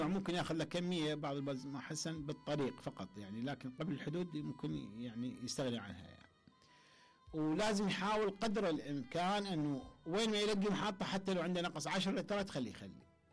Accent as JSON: {"language": "Arabic", "town": "Kirkuk", "region": "Kirkuk Governorate", "country": "Iraq", "said": "احنا من كركوك طريقنا راح يكون عن طريق الرمادي سامره وفلوج وهذه المناطق للنخيل"}